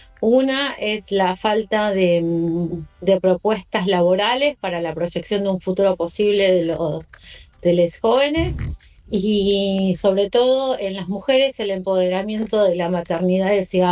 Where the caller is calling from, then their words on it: Lomas de Zamora, Buenos Aires Province, Argentina; de Lavallol, Lomas de Zamora